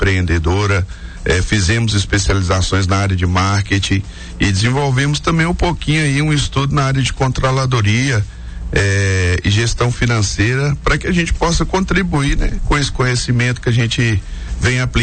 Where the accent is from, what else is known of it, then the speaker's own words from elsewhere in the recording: Teófilo Otoni, Minas Gerais, Brazil; accent: quase baianado; now in Vale do Aço, Brazil; eu sou lá do interior de Minas, lá de Teoflotone. A gente vem com aquele jeitinho quase baianado, né? A turma brinca que a gente é o baiano cansado, né?